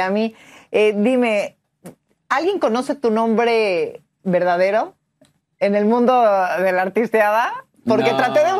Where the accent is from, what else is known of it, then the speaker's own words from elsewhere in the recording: Mexico; como decimos en México